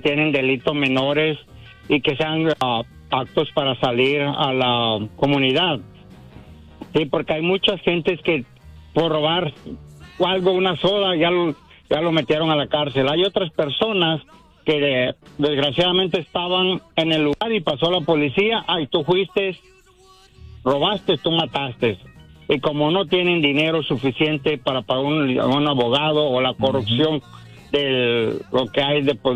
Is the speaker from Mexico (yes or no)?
yes; Mexico; Yo viví soy mexicano, sé cómo están las situaciones en México.